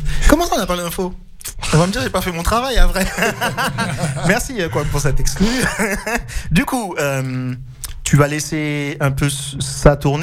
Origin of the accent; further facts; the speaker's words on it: Martinique; Je suis Martiniquais.